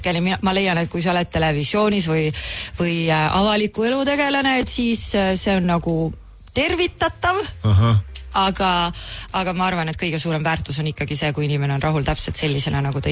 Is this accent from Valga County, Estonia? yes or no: yes; Otepää, Valga County, Estonia; now in Tallinn, Estonia; ma olen Otapäelt pärit